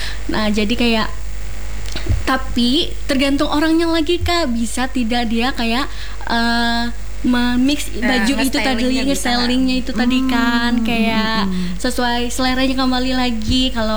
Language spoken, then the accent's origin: Indonesian; Seruyan, Central Kalimantan, Indonesia; now in Palangka Raya, Indonesia; Kalau aku dari Surian asalnya